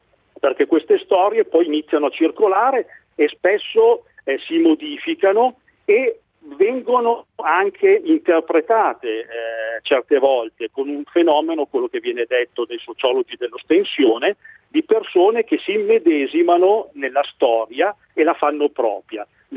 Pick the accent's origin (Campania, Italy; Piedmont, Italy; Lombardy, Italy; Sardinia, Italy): Piedmont, Italy; Alessandria; io sono di Alessandria, no? Quindi un paese del Monferrato